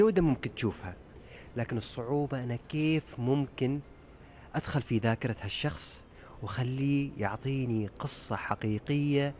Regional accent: Oman; نحن كعمانيين

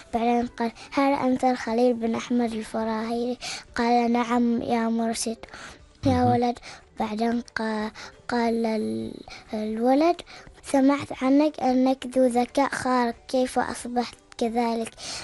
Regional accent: Oman; لأنهم من بلدي عمان الحبيبة، وكنت يعني واجد أحبهم لما قرأت عنهم في المجلة

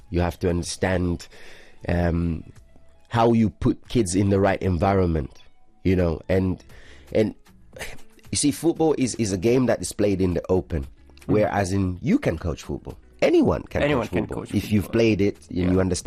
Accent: Tanzania; So I remember growing up in Tanzania.

